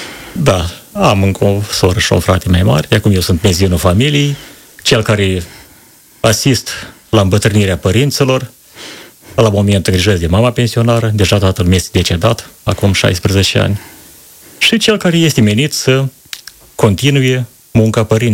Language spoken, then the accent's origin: Romanian; Criuleni District, Moldova; Eu sunt băștenaș din Tatu Boșcana, Răunul Creuleni, o localitate care are peste 400 de ani de la fondare.